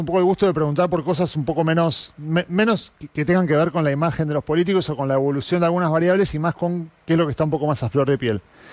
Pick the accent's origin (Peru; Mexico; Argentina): Argentina; cómo nos pensamos nosotros como argentinos